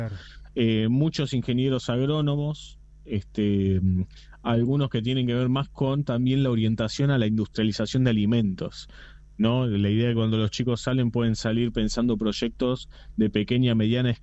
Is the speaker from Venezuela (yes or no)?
no; Buenos Aires, Argentina; No, yo soy de Buenos Aires.